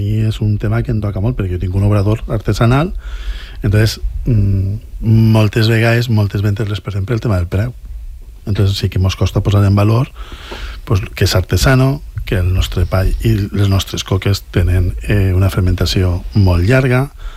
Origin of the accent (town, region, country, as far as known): Oliva, Valencian Community, Spain